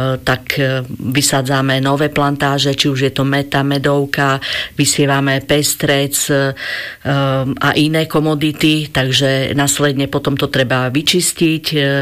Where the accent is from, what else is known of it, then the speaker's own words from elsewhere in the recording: Šambron, Prešov Region, Slovakia; to je vlastne moja rodná dedina a tam aj bývam.